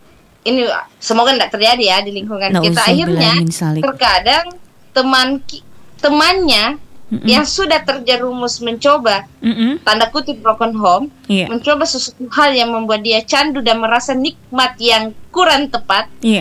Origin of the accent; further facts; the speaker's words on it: South Sulawesi, Indonesia; Nah, tentu sebagai anak Sulawesi Selatan harus berbangga dong dengan kebudayaan kita, khususnya di seni.